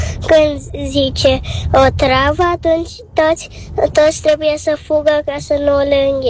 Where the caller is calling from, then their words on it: Bucharest, Romania; din București.